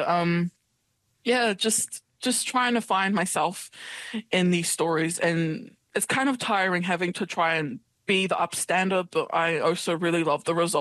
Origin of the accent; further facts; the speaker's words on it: Auckland, New Zealand; being from South Auckland, there are lots of stereotypes where I come from. And it's kind of, South Auckland's kind of just the hood of Auckland